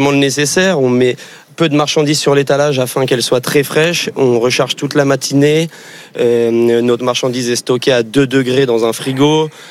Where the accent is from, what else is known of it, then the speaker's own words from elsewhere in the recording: Ouistreham, Normandy, France; On vient de Ouistreham en Normandie.